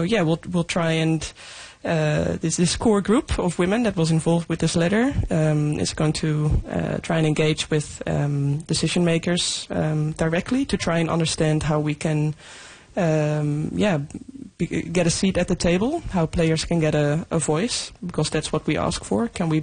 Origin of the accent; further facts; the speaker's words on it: Netherlands; moved away; also born or lived in Scotland; growing up in the Netherlands playing football there, there wasn't too many, weather events, other than it at times being a bit cold in winter